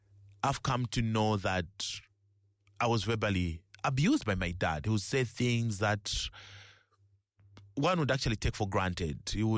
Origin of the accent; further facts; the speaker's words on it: Lusaka, Lusaka Province, Zambia; So I grew up in Chilenje, Lusaka, really. I'm in Lusaka, Chilenje. Chilenje is my area. That's where I grew up from, really.